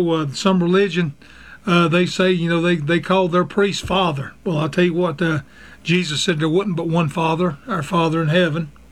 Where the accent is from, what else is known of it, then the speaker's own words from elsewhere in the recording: the South, United States; I was brought up in the South where I could say mom and daddy